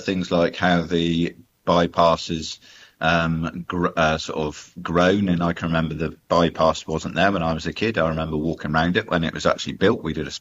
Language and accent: English; Frome, South West England, United Kingdom; accent: southerner; now in North of England, United Kingdom; I'm always proud to be from Somerset, and people are always quite intrigued how I'm still very much a southerner, despite having lived up the north more of my life than the south.